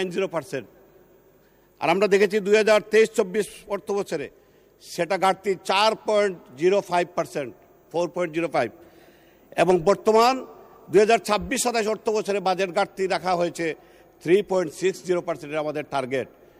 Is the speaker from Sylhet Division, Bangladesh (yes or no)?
yes; Sylhet Division, Bangladesh; moved away; আমার বাড়ি সিলেট